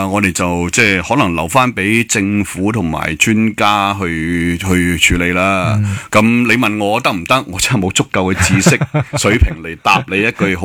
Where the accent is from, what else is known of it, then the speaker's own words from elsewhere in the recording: Hong Kong; 我哋香港人